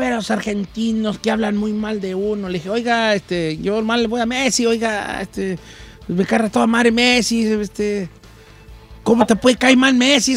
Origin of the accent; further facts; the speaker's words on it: Mexico; Pero somos mexicanos, nosotros, ¿vale? Entre nosotros somos bien racistas.